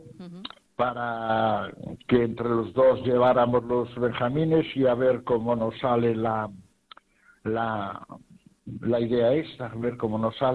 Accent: Redondela, Galicia, Spain; como soy un amante de mi pueblo, y sabes que Redondela hay muchas actividades lúdicas y de cultura y de todo eso.

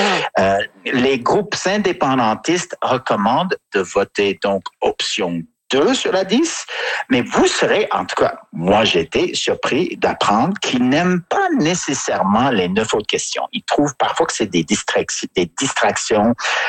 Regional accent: Quebec, Canada; Et je me permets juste en conclusion sur l'Alberta en tant que Québécois d'ajouter que je trouve quand même le processus en Alberta un peu chaotique.

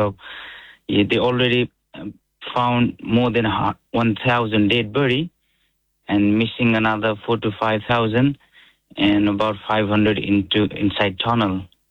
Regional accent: Nepal; English is a second language; Are you talking about Nepal flood? And I'm from Nepal.

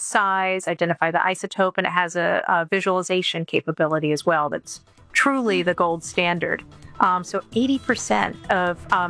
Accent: Georgia, United States; moved away; No, I'm actually from Georgia.

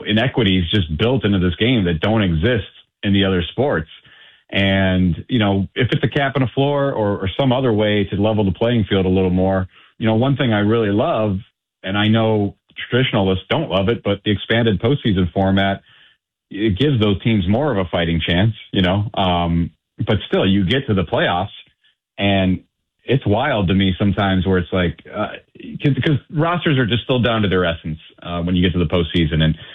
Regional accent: Cleveland, Ohio, United States; I come from a small market, smaller market mentality. And I grew up in Cleveland

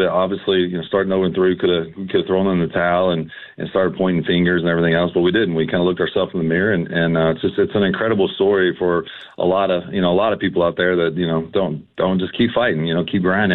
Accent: Louisville, Kentucky, United States; this is my city, you know. So I grew up in Louisville. So if I win or I lose, I'm still going to live in that city.

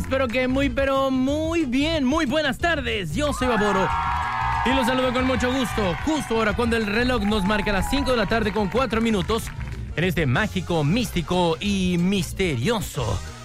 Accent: Mexico; born there; Haber nacido mexicano, qué maravilla haber nacido en estas tierras. Qué maravilla decir, ajá, efectivamente, provengo, soy de México para el mundo.

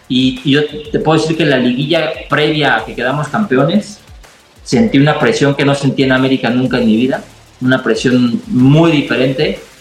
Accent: Mexico; creo que como aficionado, como mexicano, lo que quiero y lo que mi sueño es, si algún día me muero, ver campeón del mundo a México.

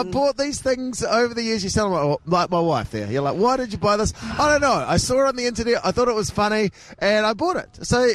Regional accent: Masterton, Wellington, New Zealand; We're here in Masterton, my hometown

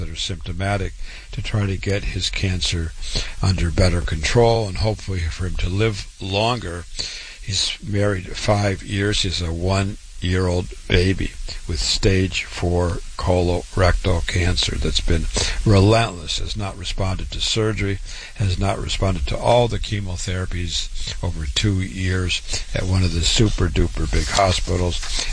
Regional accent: Waterloo, Iowa, United States; moved away; born and raised in Waterloo, Iowa.

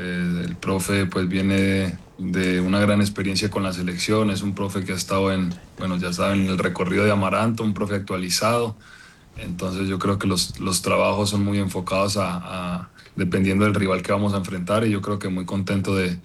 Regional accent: Medellín, Antioquia, Colombia; moved away; Bien, muy contento de regresar acá a mi ciudad, a Medellín. Hace 9 años, en el 2018 salí de Leones rumbo hacia España. Y bueno, y luego una caravana de países.

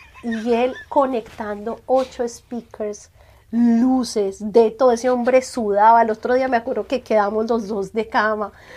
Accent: Colombia; Otra colombiana, exacto.

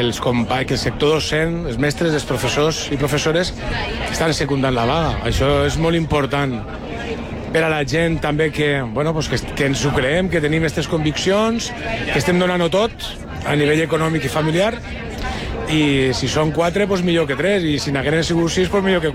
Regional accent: Benicarló, Valencian Community, Spain; O d'altres comarques no tan centrals, com pel Maestrat, jo soc de Benicarló, i allí els instituts es cauen a trossos.

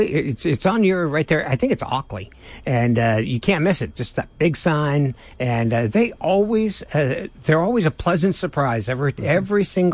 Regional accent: Seattle, Washington, United States; And see, I'm from the Seattle area

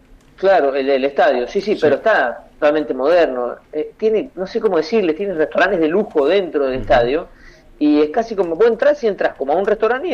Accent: Argentina; yo siendo argentino

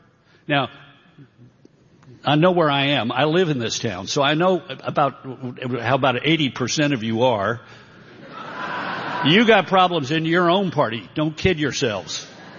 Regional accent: Texas, United States; But by God, I cared about being a Texan.

